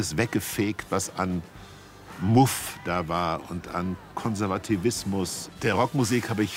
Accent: Kassel, Hesse, Germany; Ich bin auch mit 16 schon nach Frankfurt getrennt von Kassel, wo ich aufgewachsen bin

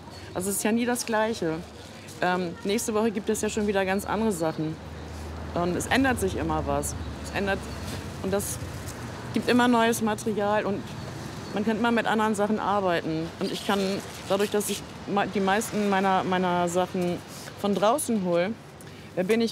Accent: Finland; Ich komme selber aus Finnland

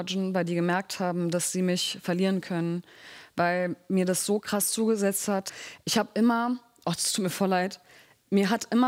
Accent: Berlin, Germany; Also ich komme aus Berlin-Morbid. Das war mal sehr laut, sehr viele Türken, sehr viele Araber im Haus.

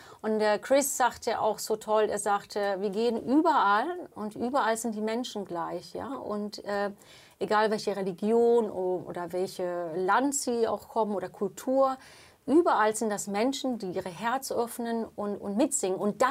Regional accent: Spain; first language English; German is a second language; aber ich bin in Spanien geboren.

